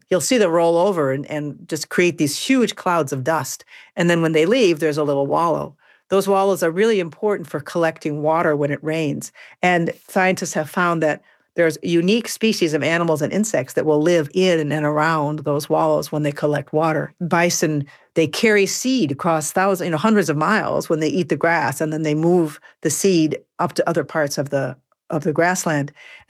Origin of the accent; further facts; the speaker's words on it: Michigan, United States; I mean, I grew up in Michigan. I grew up in a suburb of Detroit.